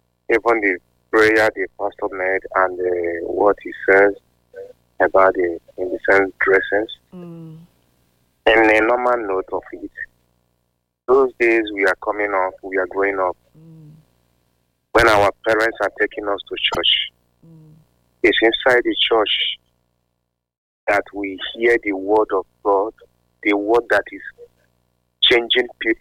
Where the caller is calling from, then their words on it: Ethiopia; from? I'm calling from Ethiopia.